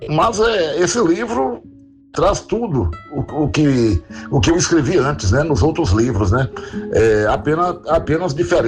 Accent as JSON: {"language": "Portuguese", "town": "Jequitinhonha", "region": "Minas Gerais", "country": "Brazil", "tie": "born or raised there", "said": "a minha poética, ela é sempre focada na memória e na minha infância vivida aqui em Jequitinhonha. Então, Jequitinhonha está sempre presente na minha obra, né?"}